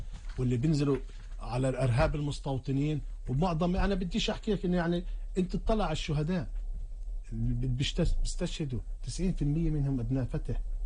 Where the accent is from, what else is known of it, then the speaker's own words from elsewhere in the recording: Palestine; احنا كشعب فلسطيني موحد